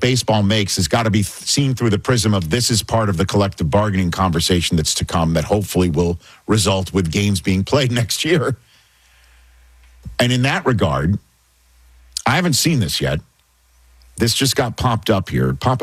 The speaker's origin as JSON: {"language": "English", "region": "New York", "country": "United States"}